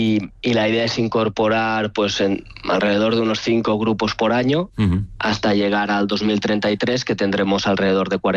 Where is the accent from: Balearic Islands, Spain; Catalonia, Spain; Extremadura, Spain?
Catalonia, Spain; Barcelona; moved away as an adult; yo soy de Barcelona. Estuve muchos años fuera en el extranjero formándome